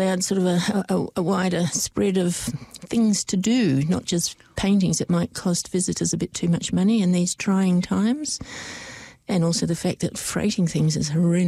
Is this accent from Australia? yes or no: yes; Australia; moved away as an adult; now in Dunedin, New Zealand; When I first came to Dunedin 43 years ago, I'm originally an Aussie, but I'm sure you'll forgive me for